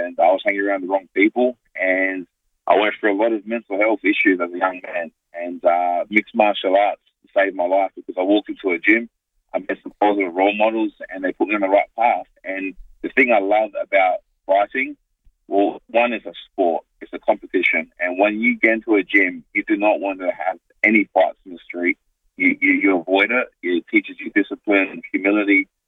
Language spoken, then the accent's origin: English; Adelaide, South Australia, Australia; now in Auckland, New Zealand; I grew up in North Haven and also Two Wells. Originally, when we first came to Adelaide, I was in Taparu, and then we moved in with my grandparents in North Haven. So that was sort of my area.